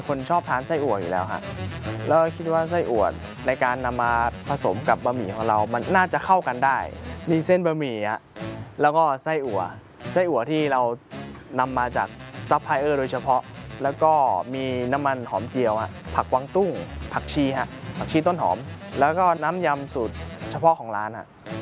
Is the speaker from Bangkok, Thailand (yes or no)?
no; Chiang Mai, Thailand; moved away as an adult; โดยกำเนิดผมเป็นคนภาคเหนือแล้วนะครับเป็นคนเชียงใหม่อยู่แล้วพ่อแม่ก็ให้กินอาหารเหนือตลอดโดยตั้งแต่เด็กก็กินเหนือ